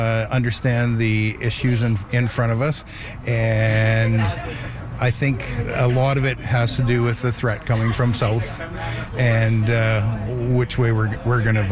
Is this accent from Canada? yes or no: yes; Colwood, British Columbia, Canada; I'm from Colwood.